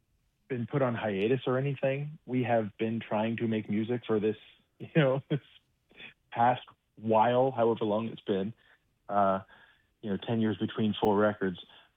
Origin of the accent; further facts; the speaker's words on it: Burlington, Ontario, Canada; Well, I am in my hometown of Burlington, Ontario, getting ready to go on the road across Canada.